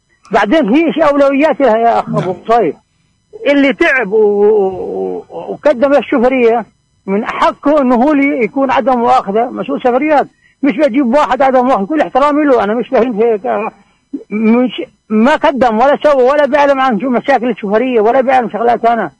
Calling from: Bethlehem, West Bank, Palestine; عندنا في بيت لحم

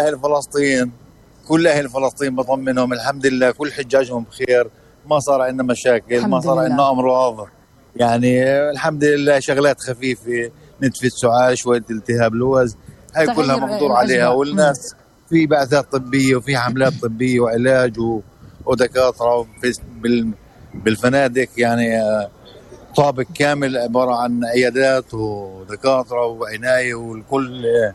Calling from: Attil, Tulkarm Governorate, Palestine; من عتيل محافظة طول كرم

